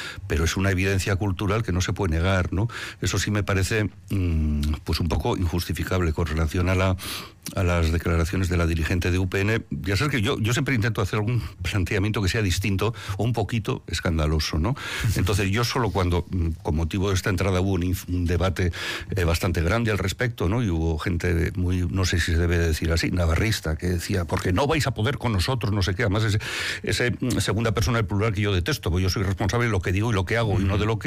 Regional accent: Bilbao, Basque Country, Spain; ni de los vascos de por aquí, ni especialmente de los que somos de Bilbao.

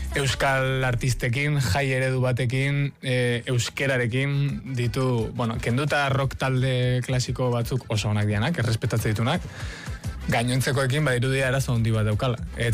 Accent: Tolosa, Basque Country, Spain; now in Madrid, Spain; ezingo nuke Madrilen bizi Euskal Herririk gabe, eta ezingo nuke Tolosan egon Madrilik gabe, ere, ni Tolosarra naiz.

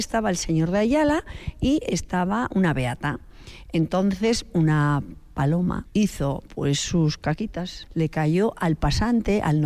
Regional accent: Artziniega, Basque Country, Spain; como somos de Archiniega y soy de Archiniega

